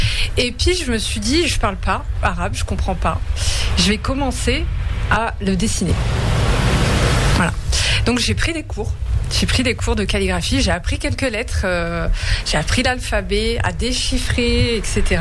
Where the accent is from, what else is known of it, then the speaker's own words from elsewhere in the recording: France; j'ai grandi en France, mais mes parents, en fait, ils ne m'ont pas beaucoup transmis ni la langue, que ce soit l'arabe et que ce soit le berbère.